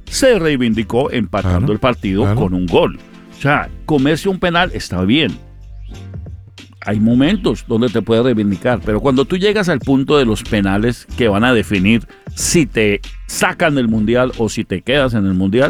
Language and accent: Spanish; Colombia; soy colombiano, adoro Colombia